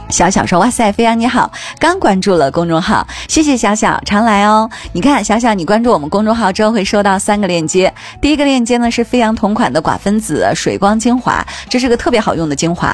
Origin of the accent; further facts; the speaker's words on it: China; 我们中国人有很多很多美好的祝福和寓意是给自己和身边人的